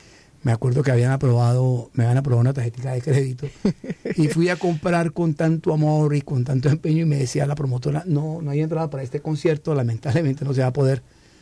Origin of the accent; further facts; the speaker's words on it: Bogotá, Bogotá Capital District, Colombia; born there; also born or lived in Caracas, Venezuela; Yo nací en Bogotá, nací en Colombia, pero vivíamos en Caracas, aquí en Venezuela, y fuimos de retorno a Colombia.